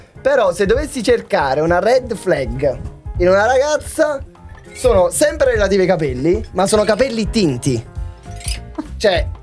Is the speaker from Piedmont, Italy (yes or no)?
no; Campania, Italy; In napoletano le chiamiamo Angiugis.